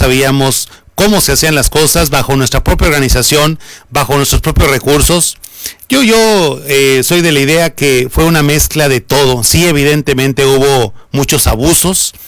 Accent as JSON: {"language": "Spanish", "country": "Mexico", "said": "las personas que vivimos en esta hermosísima República Mexicana, pues evidentemente somos producto de una pluriculturalidad."}